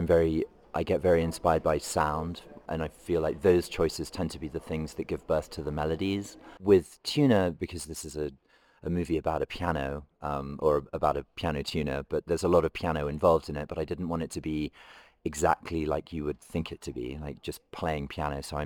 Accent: London, United Kingdom; I grew up in London as a kid in the 1980s

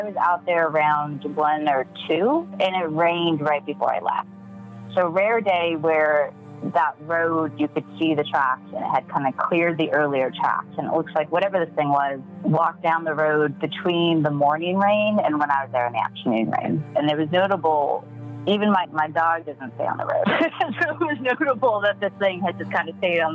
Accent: United States; I grew up in the Mojave Desert, right? So on the west side

